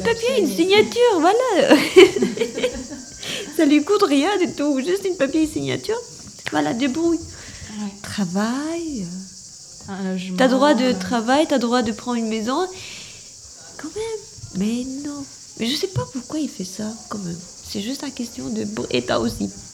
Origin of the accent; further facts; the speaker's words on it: Albania; French is a second language; now in France; Oui, mais je suis venue de l'Albanie.